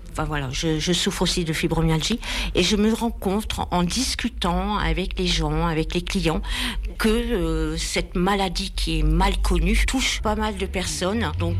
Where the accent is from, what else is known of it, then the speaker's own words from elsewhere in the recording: Arras, Hauts-de-France, France; moved away; also born or lived in Poitiers; je suis partie 20 ans vivre sur Poitiers. Mais ma région, Arras, ma ville, mon beffroi, m'a rappelé. Et je suis revenue en 2021 dans la région.